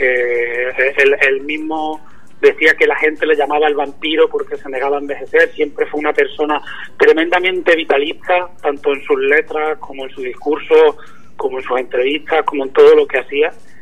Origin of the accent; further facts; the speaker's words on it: Andalusia, Spain; Sí, efectivamente, nosotros somos de la comarca de la Sierra Sur de Sevilla. Estamos compuestos por miembros del pueblo de Pepa, de donde soy yo